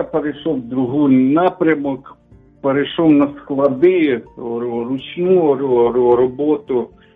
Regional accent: Kaharlyk district, Kyiv Oblast, Ukraine; moved away; also born or lived in Irpin; Я сам виріс в селі Київської області, Кагарлицький район був, зараз Обухівський, і там дуже мало віруючих.

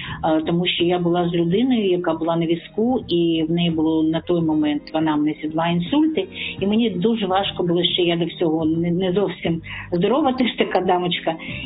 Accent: Odesa, Odesa Oblast, Ukraine; born there; Я і захотіла це робити, тому що я народилась в Одесі.

